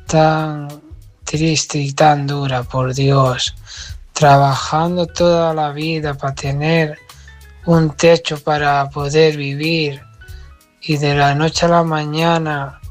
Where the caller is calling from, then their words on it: Asturias, Spain; desde Asturias